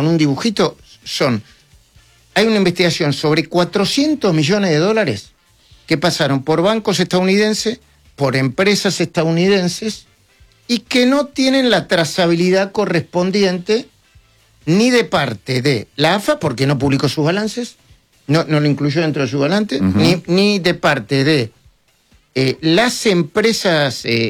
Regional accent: Argentina; somos argentinos.

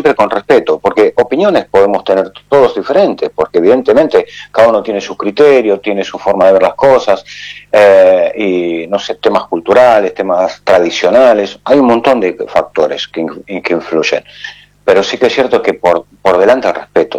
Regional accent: Argentina; now in Barcelona, Spain; así somos los argentinos.

